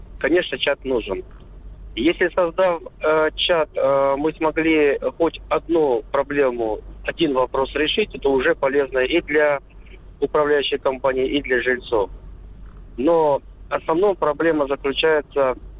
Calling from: Murom, Vladimir Oblast, Russia; Алло, я из Мурома. Здравствуйте.

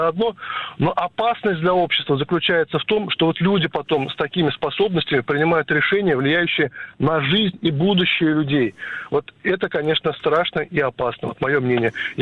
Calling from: Kazan, Tatarstan, Russia; я из Казани

